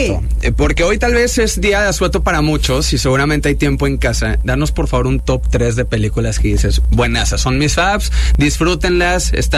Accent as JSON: {"language": "Spanish", "country": "Mexico", "said": "cómo somos los mexicanos"}